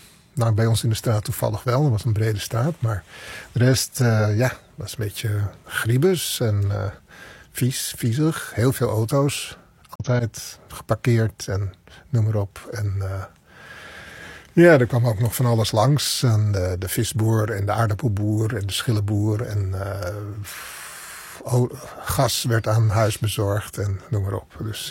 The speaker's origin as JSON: {"language": "Dutch", "town": "Amsterdam", "region": "North Holland", "country": "Netherlands", "tie": "born or raised there", "said": "Maar mijn moeder en mijn oma zijn ook in De Pijp opgegroeid. En mijn moeder zelfs in dezelfde straat als waar ik ben opgegroeid. Dus ja, en tot mijn 15e heb ik daar gewoond."}